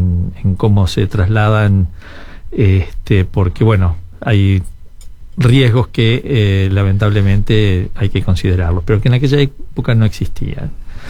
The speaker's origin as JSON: {"language": "Spanish", "town": "Punta del Este", "region": "Maldonado", "country": "Uruguay", "tie": "born or raised there", "also_born_or_lived": "Montevideo / Buenos Aires", "said": "No nací aquí, nací en Montevideo, pero creo que se puede decir que sí. Fueron unos meses solamente. Y de ahí en adelante transcurrí acá mi infancia en la escuela 5, hice la primaria, secundaria en el Liceo de Maldonado"}